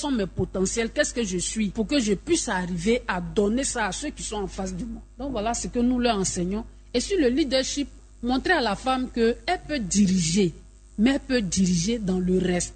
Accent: Abidjan, Côte d’Ivoire; Mais chez nous, à Abidjan, ici, non.

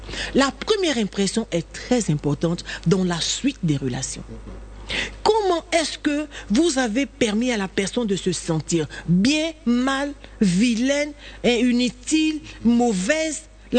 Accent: Côte d’Ivoire; now in Caen, France; Je suis ivoirien.

